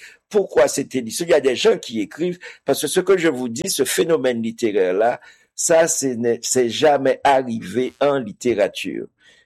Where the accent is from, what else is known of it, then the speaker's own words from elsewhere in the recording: Haiti; si c'est moi, en tant qu'haïtien, avait lu et qui devait avoir la responsabilité d'éditer ce texte